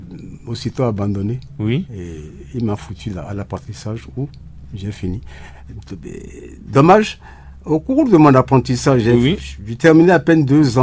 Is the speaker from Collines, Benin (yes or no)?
yes; Savalou, Collines, Benin; Je suis originaire de Savalou.